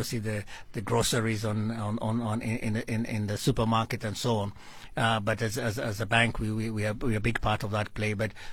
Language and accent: English; Kenya; moved away as an adult; now in South Africa; I'm a Kenyan